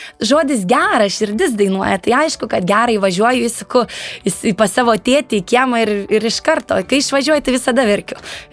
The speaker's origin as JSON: {"language": "Lithuanian", "town": "Panevėžys", "region": "Panevėžys County", "country": "Lithuania", "tie": "born or raised there", "moved": "yes", "said": "aš augau Staniūnų gatvėje ir aš augau tame buvusiame bendrabutyje."}